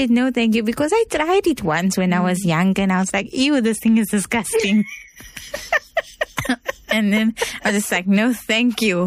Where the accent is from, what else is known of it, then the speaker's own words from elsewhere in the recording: Johannesburg, Gauteng, South Africa; because we grew up in Joburg and these type of things